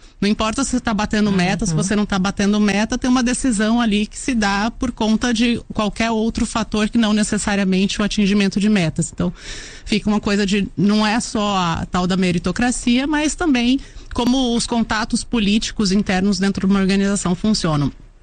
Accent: Corumbá, Mato Grosso do Sul, Brazil; born there; tinha ali uma pequena lanchonete na cidade onde eu morava, onde eu nasci, que é Corumbá.

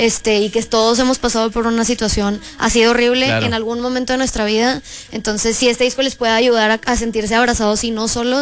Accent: Monterrey, Nuevo León, Mexico; Soy de Monterrey.

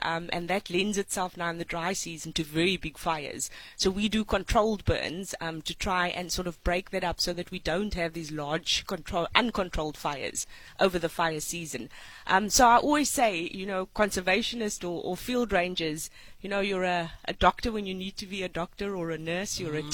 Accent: Cape Town, Western Cape, South Africa; moved away as an adult; growing up in Cape Town just lends itself to that. There's the sea, there's the mountains.

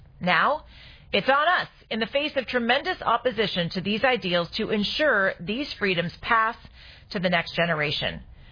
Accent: Los Angeles, California, United States; Here in Los Angeles, my hometown

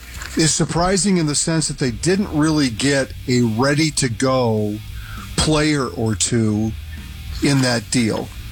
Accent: Iowa, United States; Well, I mean, I grew up in Iowa, so I didn't play hockey, nor did I watch it.

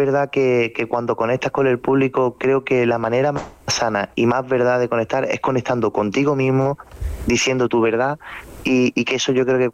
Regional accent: Córdoba, Andalusia, Spain; Pues mira, vengo de Córdoba, soy de una familia muy reconocida dentro del flamenco en Córdoba, como es

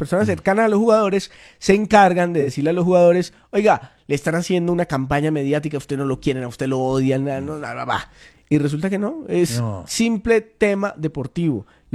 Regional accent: Cali, Valle del Cauca, Colombia; los caleños bosteamos

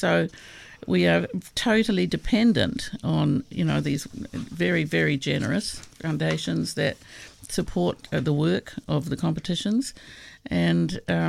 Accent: New Zealand; So I grew up in New Zealand, and they have had a secondary school's national competition for about 60 years.

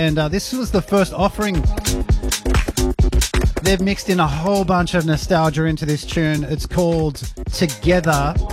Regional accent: Newcastle, New South Wales, Australia; I used to go and see them at all different types of gigs between my hometown of Newcastle and Sydney.

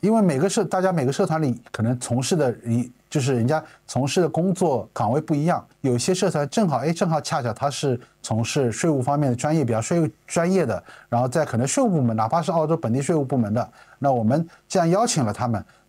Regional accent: China; now in New South Wales, Australia; 作为中国人来讲

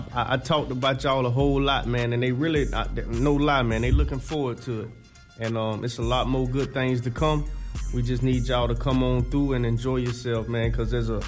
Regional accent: Florida, United States; I'm from Florida

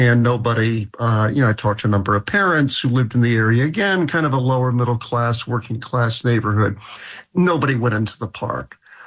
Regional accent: New York City, New York, United States; And I should say, I grew up in New York City.

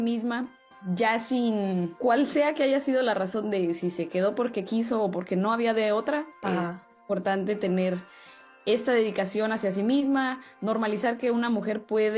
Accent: Mexico; Necesitaríamos redefinir juntos como latinos, como mexicanos, lo que es ser una buena madre.

